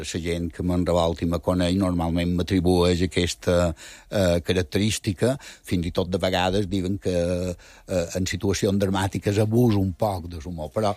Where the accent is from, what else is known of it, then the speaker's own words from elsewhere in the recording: Porreres, Balearic Islands, Spain; que és la del meu poble, la de Porreres